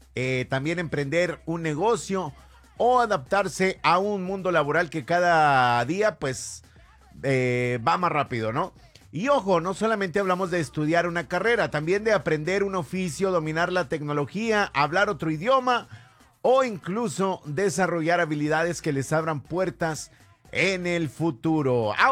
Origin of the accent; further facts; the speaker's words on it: Mexico; para los que somos de origen mexicano